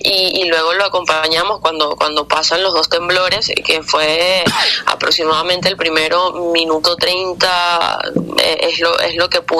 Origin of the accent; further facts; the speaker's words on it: Venezuela; somos venezolanos y eso va en nuestro gen.